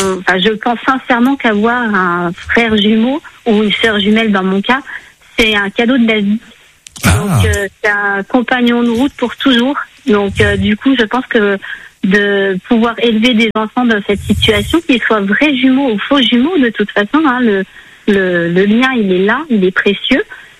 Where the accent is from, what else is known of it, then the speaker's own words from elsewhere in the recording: Nouvelle-Aquitaine, France; now in Lorraine, France; Notre sœur aînée habite dans l'ouest de la France, où nous sommes originaires de Charente-Maritime